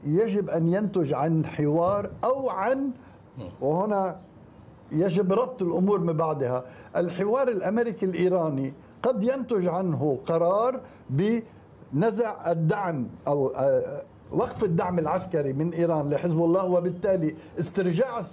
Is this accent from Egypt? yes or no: no; Lebanon